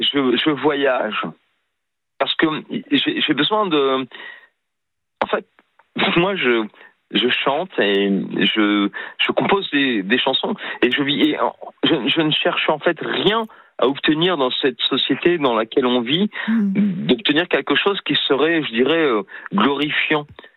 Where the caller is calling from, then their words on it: Brittany, France; moi, je suis un voyageur, mais je suis en Bretagne. Mais pas toujours en Bretagne.